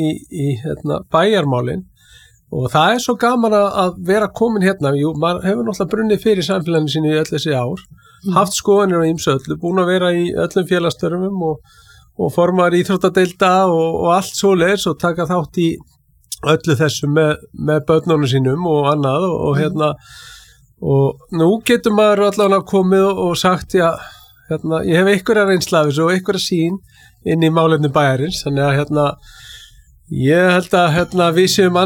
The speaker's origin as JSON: {"language": "Icelandic", "town": "Keflavík", "region": "Southern Peninsula", "country": "Iceland", "said": "Jú, sko, ég er heim megin við, en, jú, ég er Keflvíkingur og hérna við eigum auðvitað, hérna, Keflavík og Njarðvík"}